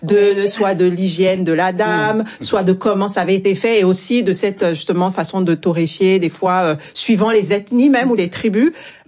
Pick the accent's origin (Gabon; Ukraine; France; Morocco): Gabon; Moi j'ai grandi au Gabon